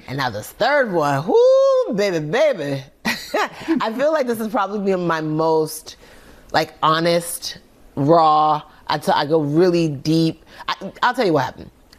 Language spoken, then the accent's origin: English; Nigeria; And I was like, how do I do that? I'm Nigerian.